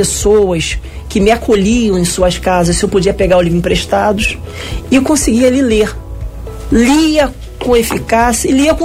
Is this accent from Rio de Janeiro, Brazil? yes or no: yes; Niterói, Rio de Janeiro, Brazil; eu sou um cara de oriundo de comunidade, nasci em Niterói, Santa Rosa, na comunidade do Viradouro